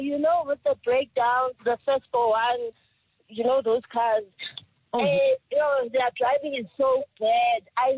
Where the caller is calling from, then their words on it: Alberton, Gauteng, South Africa; I'm calling Alberton.